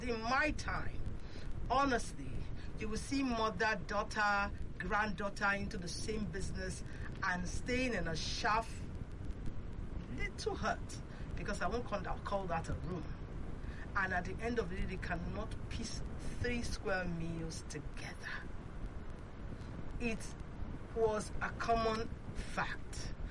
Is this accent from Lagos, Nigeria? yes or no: yes; Lagos, Nigeria; I grew up in Ajegunle.